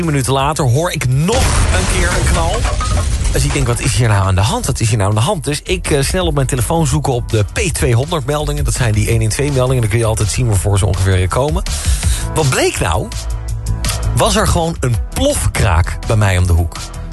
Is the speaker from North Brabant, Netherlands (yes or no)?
yes; North Brabant, Netherlands; En ik kom eigenlijk uit Brabant. Nou, en daar heb je bijvoorbeeld de Boerenbond, weet je wel.